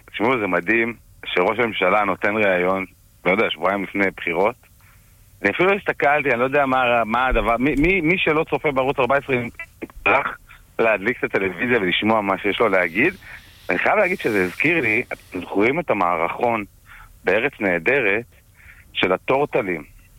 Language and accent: Hebrew; Morocco; אני מרוקאי, אתה רוצה לעשות את הרעיון הזה? אני מרוקאי.